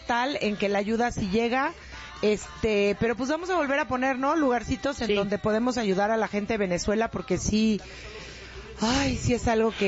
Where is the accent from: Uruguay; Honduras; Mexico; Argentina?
Mexico; Mexico City; Yo crecí en las Lomas de Chapultepec, pero traigo mi barrio escondido.